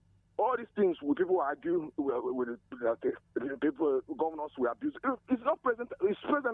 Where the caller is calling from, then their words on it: Enugu, Enugu State, Nigeria; I'm calling from Enugu.